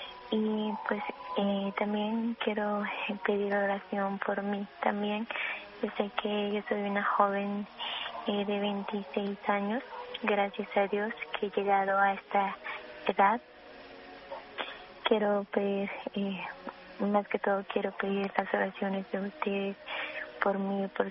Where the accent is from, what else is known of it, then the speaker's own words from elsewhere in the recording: Santiago Atitlán, Sololá, Guatemala; Y también pido por mi pueblo de Santiago Tistelán, por mi ciudad de Guatemala y por el mundo entero también.